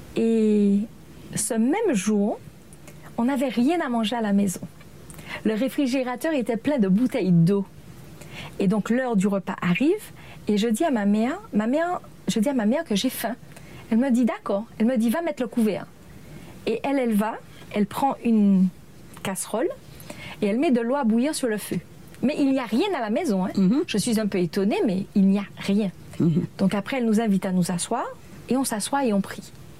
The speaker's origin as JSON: {"language": "French", "town": "Le Vauclin", "country": "Martinique", "tie": "born or raised there", "also_born_or_lived": "Venezuela", "said": "j'ai grandi d'abord au Venezuela et ensuite en Martinique, où je suis venue habiter avec ma mère et mon frère."}